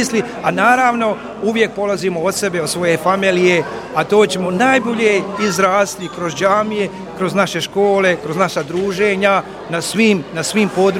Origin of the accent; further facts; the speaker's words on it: Bosnia & Herzegovina; mjesto gdje ćemo mi kao Bosanci i Hercegovci dokazati svoju pripadnost državi